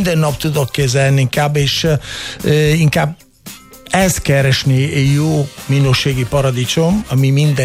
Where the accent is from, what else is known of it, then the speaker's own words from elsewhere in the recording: Italy; Hungarian is a second language; moved away as an adult; now in Hungary; Több időt tettem ide, de mondjuk én nekem az érzés mindig olasz vagyok.